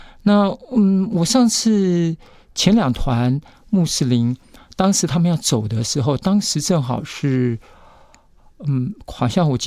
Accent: Taiwan; 我们台湾人一对夫妻

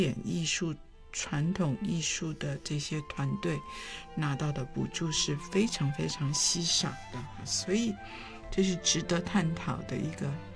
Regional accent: China; 我是华人，我是中国人，对，所以 我觉得真的就是没有办法，其实很多西方的那个开放的程度哈，我个人不是很能接受，坦白说。

